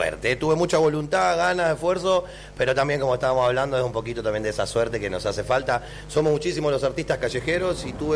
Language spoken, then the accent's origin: Spanish; Buenos Aires, Argentina; soy de Buenos Aires, de ahí. Y bueno, vine a girar un poquito por acá, por Córdoba